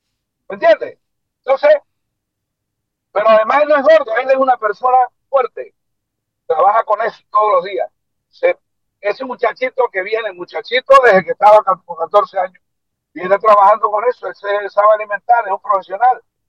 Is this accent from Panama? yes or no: yes; Panama